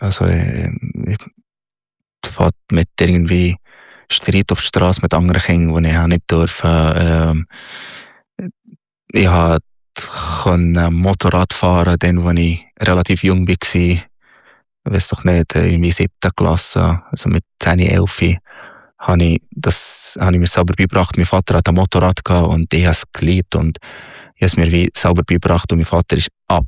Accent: Minya, Minya Governorate, Egypt; German is a second language; Ich bin im Oberägypten aufgewachsen, am Nildelta, in Elmenia. Das ist 3 Stunden südlich von Kairo, die Hauptstadt. In einem sehr traditionelles Dorf, sozusagen, aber Dorf.

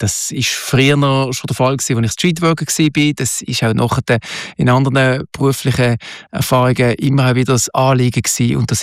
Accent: Switzerland; in dem Kanton, wo ich leben darf, wo ich gerne lebe, wo ich aufgewachsen bin, wo mir auch so viel geschenkt worden ist

